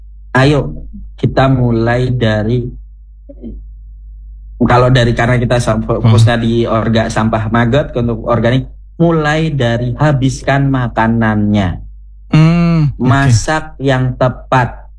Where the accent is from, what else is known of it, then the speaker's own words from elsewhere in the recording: Central Java, Indonesia; accent: Ngapak; Kita wong Jawa Tengah ngomongnya Jawa ngapak gitu kan, bandres gitu kan.